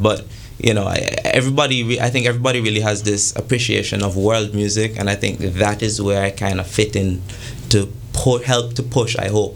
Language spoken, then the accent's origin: English; Antigua & Barbuda; growing up in Antigua